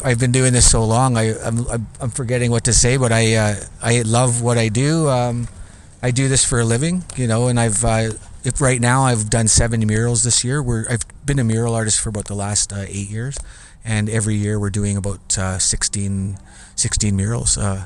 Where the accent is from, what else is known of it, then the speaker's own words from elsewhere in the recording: Calgary, Alberta, Canada; I had a lot of artists growing up in the Calgary where I grew up that inspired me